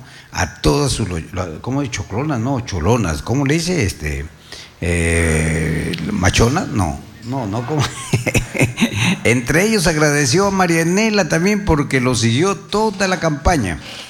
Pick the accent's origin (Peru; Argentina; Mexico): Peru; Talara Province, Piura